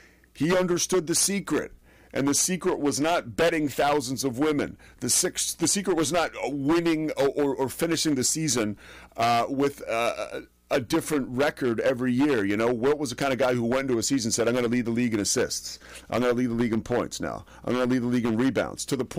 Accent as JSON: {"language": "English", "town": "Philadelphia", "region": "Pennsylvania", "country": "United States", "tie": "born or raised there", "said": "I grew up in Philly."}